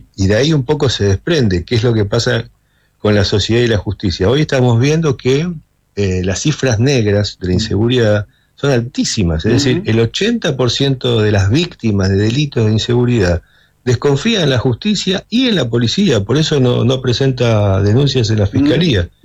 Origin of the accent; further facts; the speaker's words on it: Argentina; somos argentinos